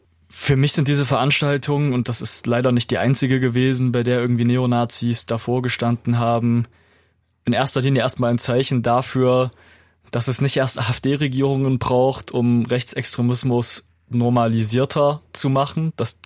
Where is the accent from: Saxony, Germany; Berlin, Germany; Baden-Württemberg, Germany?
Saxony, Germany; Zwickau; ich als Zwickauer